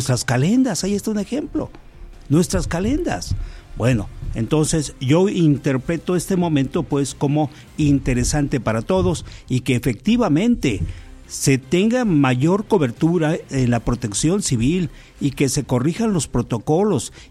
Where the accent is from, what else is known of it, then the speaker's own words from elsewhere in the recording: Mexico; nosotros como mexicanos